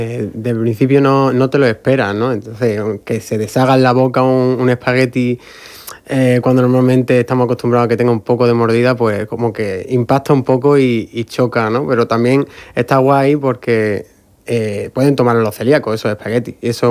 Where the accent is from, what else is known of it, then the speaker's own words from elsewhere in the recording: Málaga, Andalusia, Spain; now in Murcia, Spain; Pues mira, yo vine a Murcia hace 4 añitos, que es lo que llevo aquí, yo soy de Málaga.